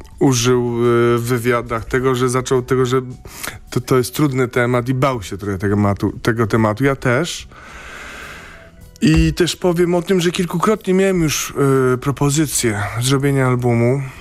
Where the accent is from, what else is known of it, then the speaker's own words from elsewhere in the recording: Lubusz Voivodeship, Poland; Pochodzę z Lubuskiego, z zachodu Polski.